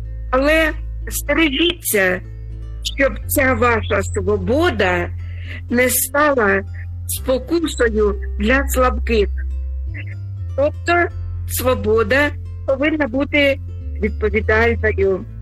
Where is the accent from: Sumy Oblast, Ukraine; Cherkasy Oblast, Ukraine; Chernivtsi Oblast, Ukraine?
Sumy Oblast, Ukraine; передаю своє вітання, свою любов і мої молитви на мою рідну Україну, на мою рідну Сумщину, у мою рідну церкву Різдва, моїм дітям, онукам.